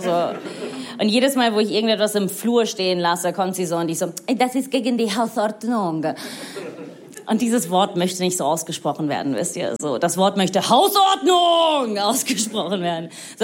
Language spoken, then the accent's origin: German; Rome, Lazio, Italy; German is a second language; ich bin in Rom aufgewachsen, ich bin Italienerin und ich weiß, ihr seid gerade alle unfassbar stolz auf mein Deutsch.